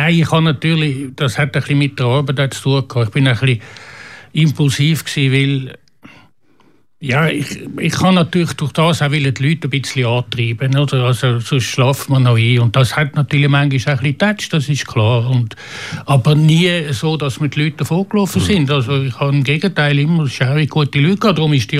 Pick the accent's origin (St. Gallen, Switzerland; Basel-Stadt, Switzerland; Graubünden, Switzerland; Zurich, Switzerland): Zurich, Switzerland; Küsnacht; born there; also born or lived in Locarno-Muralto, Ticino; Und ich bin dort unten aufgewachsen und bin 3. Und dann sind wir nach Küsnach gekommen, darum kann ich auch nicht perfekt Italienisch. Mhm. Und dort bin ich in die Schule.